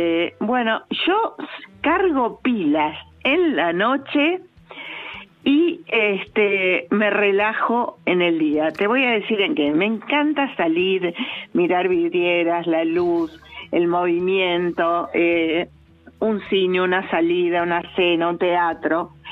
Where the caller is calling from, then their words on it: Acasuso, Buenos Aires Province, Argentina; de Acasuso.